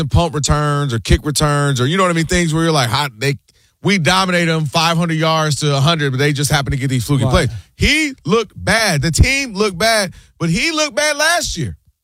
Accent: Ann Arbor, Michigan, United States; I told you, I'm from Ann Arbor.

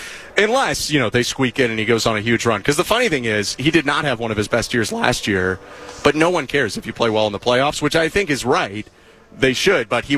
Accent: Toronto, Ontario, Canada; I grew up in the suburbs, just north of Toronto.

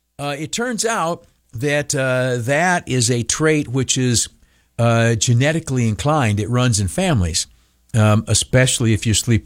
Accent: Canisteo, New York, United States; I grew up in Canastillo

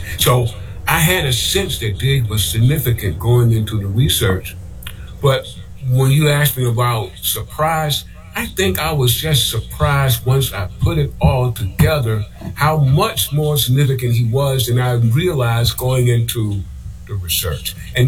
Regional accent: Savannah, Georgia, United States; moved away; when I was an undergraduate student at Savannah State College, a historically black college down in my hometown. I was a political science undergraduate major

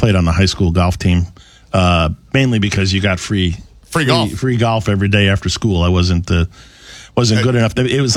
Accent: New York, United States; I grew up on South Shore, Long Island, so it was right along the marsh, right along the water.

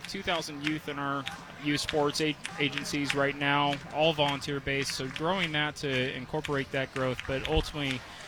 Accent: Camby, Indiana, United States; I grew up actually in Canby, Indiana, so just outside of the county limits in Marion County, but I went to Decatur Central High School.

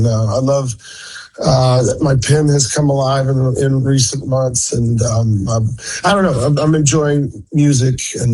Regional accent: Texas, United States; born there; also born or lived in Austin; You know, I think pretty much Texas is my hometown.

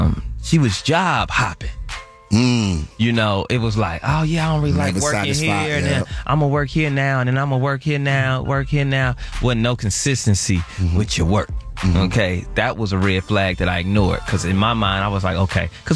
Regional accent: Chicago, Illinois, United States; I'm from South Chicago.

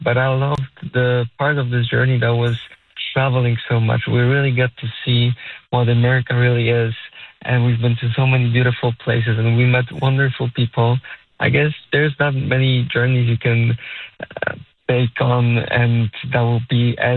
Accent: Poland; English is a second language; especially as we are foreigners from Poland, me and my team, and yet everybody was just nice to us.

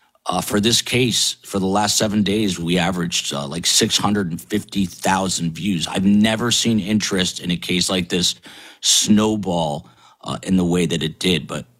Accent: New Jersey, United States; born or raised there

